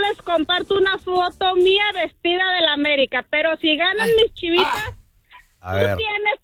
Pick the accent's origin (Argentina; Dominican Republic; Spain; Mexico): Mexico; pues, con orgullo soy mexicana 100%